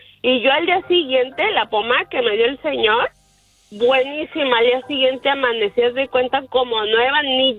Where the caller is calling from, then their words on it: Uruapan, Michoacán, Mexico; yo soy de Uruapan.